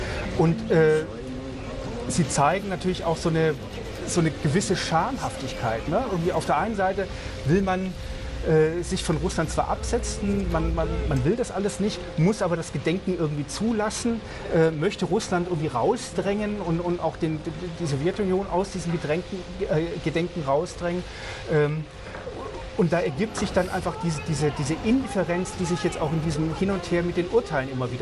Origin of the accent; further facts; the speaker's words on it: West Germany, Germany; born there; Also ich bin in Westdeutschland geboren.